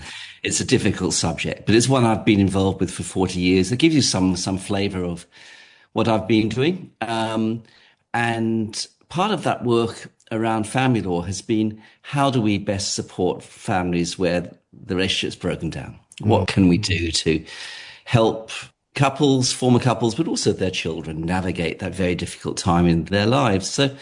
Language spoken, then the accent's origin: English; England, United Kingdom; moved away as an adult; now in Australia